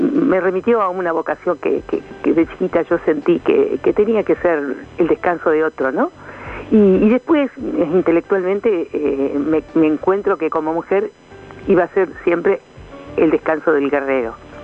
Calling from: Chascomús, Buenos Aires Province, Argentina; soy de Chascomús.

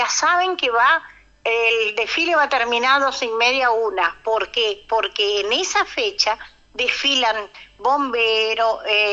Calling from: Corrientes, Argentina

